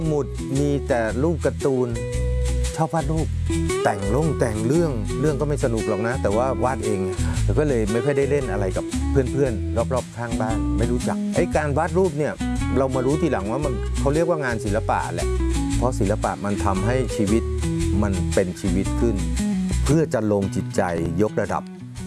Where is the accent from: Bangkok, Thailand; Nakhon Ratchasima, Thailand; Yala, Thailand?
Bangkok, Thailand; born there; จริงๆแล้วก็64แล้วเกิดในกรุงเทพมหานครแต่คุณพ่อคุณแม่เป็นชาวสมุทรสงครามอัมพวาบางคนทีแถวๆนั้นนะครับ